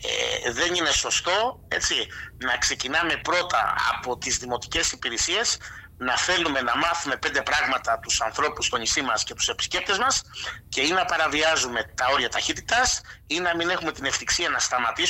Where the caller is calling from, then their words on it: Zakynthos, Ionian Islands, Greece; Νοσούμε σαν Ζακυνθινή κοινωνία.